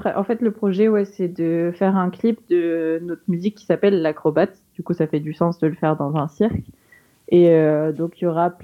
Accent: Bayeux, Normandy, France; now in Paris, France; je suis de Bayeux, j'ai grandi là-bas, mais non, en fait, on a tous un peu des origines différentes.

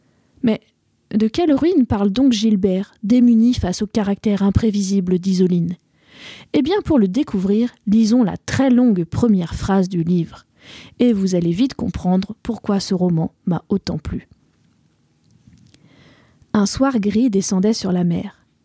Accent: Lorient, Brittany, France; chez moi à Lorient.

